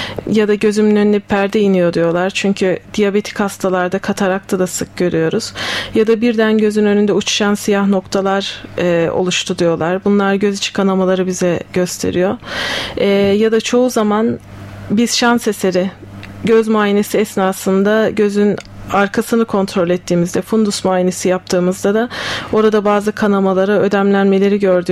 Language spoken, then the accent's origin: Turkish; Ankara, Turkey; moved away as an adult; also born or lived in Tübingen, Germany; Ankara doğumluyum. Ankara Fen Lisesi'nden mezunum.